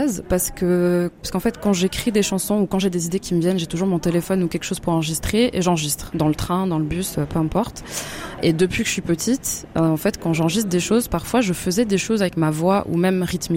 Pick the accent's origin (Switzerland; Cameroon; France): Switzerland; je suis pas originaire de Suisse, je suis belge et congolaise de sang, mais j'ai grandi en Suisse toute ma vie.